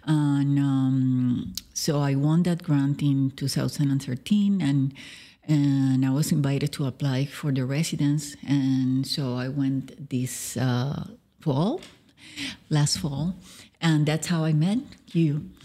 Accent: Puerto Rico; from Puerto Rico

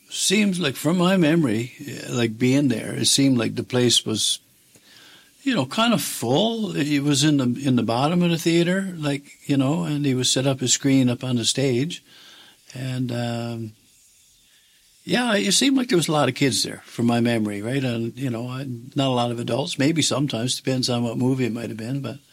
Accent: Woody Point, Newfoundland and Labrador, Canada; I was born in Norse Point Cottage Hospital. I live in Woody Point until I was about 24. Then I moved away and came back in 2021.

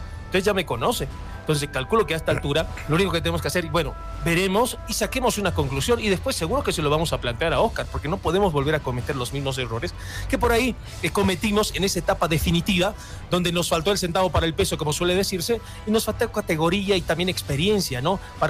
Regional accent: Bolivia; Como boliviano, sí, ustedes saben que sí, como boliviano, claro.

